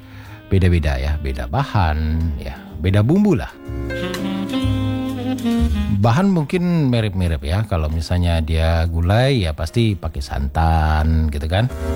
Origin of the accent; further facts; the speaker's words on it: West Sumatra, Indonesia; Kalau lidah kita orang Minang ini kalau misalnya mencoba masakan Jawa yang banyak kecap atau manis kan nggak mau makan ya.